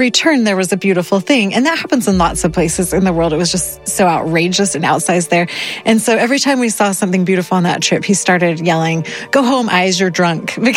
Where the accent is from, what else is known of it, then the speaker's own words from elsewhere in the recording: Utah, United States; We went to Iceland and we're from Utah, so we were dumb.